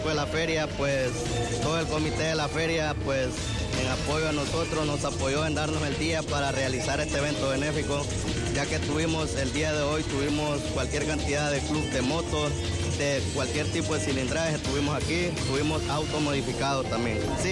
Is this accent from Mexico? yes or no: no; Villanueva, Cortés, Honduras; el pueblo villanovense que se acerque pues a las actividades, ya que es nuestra ciudad que está de feria.